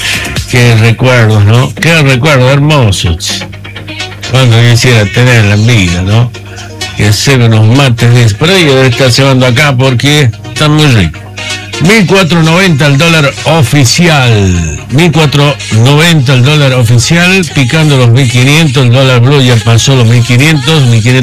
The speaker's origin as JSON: {"language": "Spanish", "country": "Argentina"}